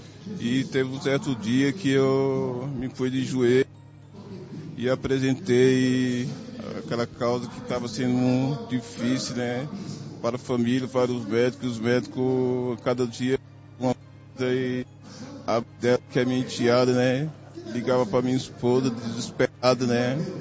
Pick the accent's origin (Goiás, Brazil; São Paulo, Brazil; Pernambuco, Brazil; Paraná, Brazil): São Paulo, Brazil; Santana de Parnaíba; Santana de Parnaíba.